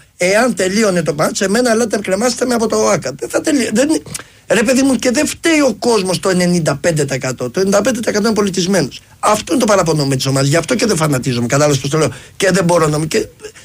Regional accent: Amaliada, Western Greece, Greece; Από την Αμαλιάδα. Βασικά με την Κυλλίνη. Σαροχώρη της Κυλλίνης.

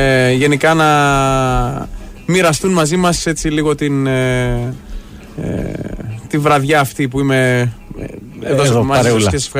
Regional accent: Thessaloniki, Central Macedonia, Greece; also born or lived in Paris, France; Έλληνας Θεσσαλονικιός βέβαια. Ήρθα 5 χρονών με τους γονείς μου από Γαλλία, Ελλάδα και από τότε δεν έφυγα από τη Θεσσαλονίκη καθόλου.

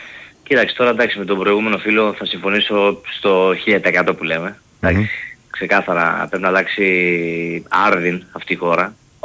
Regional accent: Lesbos, North Aegean, Greece; Πήγα στο νησί μου στη Λέσβο

